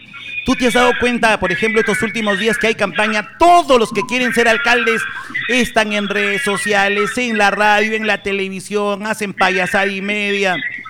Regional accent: Chiclayo, Lambayeque, Peru; Saludos a mi pueblo de Chiclayo, a mis hermanos, a los colectivos, o sea, a los colectivos ciudadanos.

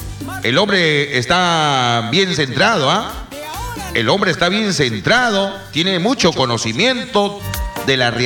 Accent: Tamarindo, Piura, Peru; ¡Feliz aniversario, mi pueblo, mi tierra! Que mi Dios me lo bendiga a todos mis paisanos, caramba. La tierra de mis padres, la tierra de mis abuelos.

